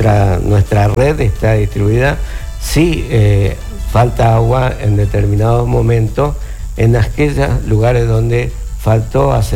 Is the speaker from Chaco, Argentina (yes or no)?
yes; Villa Ángela, Chaco, Argentina; Yo vengo de Villa Ángel